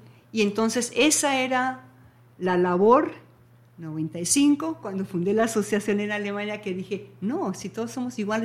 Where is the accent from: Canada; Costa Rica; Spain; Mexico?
Mexico; now in Bielefeld, Germany; Yo me crié en México, ¿sí? Y por eso tengo una afinidad muy grande hacia México.